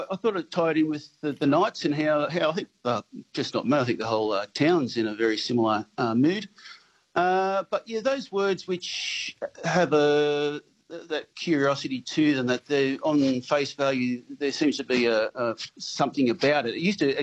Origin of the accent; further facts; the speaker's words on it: Newcastle, New South Wales, Australia; I'm born and bred in the Hunter, born and bred in Newcastle